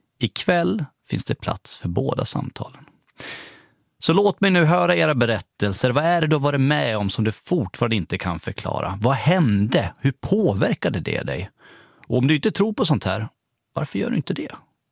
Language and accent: Swedish; Borlänge, Dalarna County, Sweden; fick det också mig att tänka på min egen uppväxt. Hemma i Borlänge i Dalarna hos min farmor och farfar